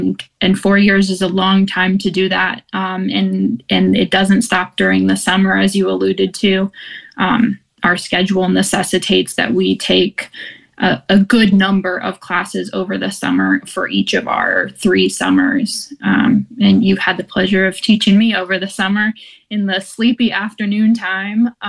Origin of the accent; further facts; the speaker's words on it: Durham, North Carolina, United States; I am from Durham, grew up in Durham. I live close to the school